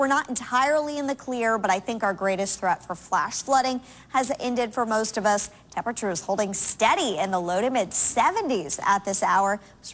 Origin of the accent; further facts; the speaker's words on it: North Carolina, United States; in High Point and Clemens near my hometown.